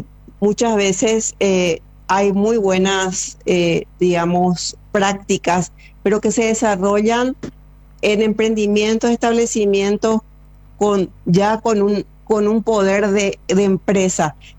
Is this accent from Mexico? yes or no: no; Paraguay; Inclusive como orgullo como paraguayos de que tenemos personas de la región que están haciendo estos programas